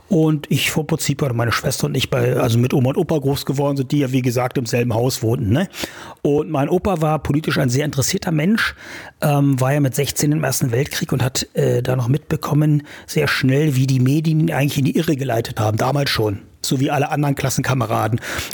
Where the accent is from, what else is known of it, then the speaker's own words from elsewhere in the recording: Saxony-Anhalt, Germany; Ich bin ja in der Altmark geboren und groß geworden. Ich hatte eine wunderschöne Kindheit und Jugend.